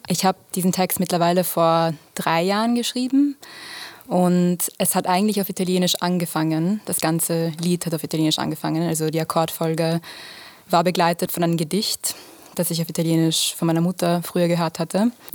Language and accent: German; Vienna, Austria; ich bin in Wien aufgewachsen. Ich bin halb Italienerin, halb Australierin, aber eigentlich Wienerin im Herzen. Also meine Eltern sind hergezogen für Musik